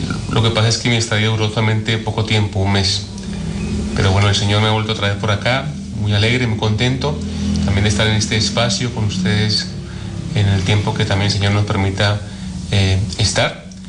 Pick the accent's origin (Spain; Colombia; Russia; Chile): Colombia; moved away as an adult; Me presento, soy colombiano de 46 años y bueno, hace 4 años estuve por aquí en estas tierras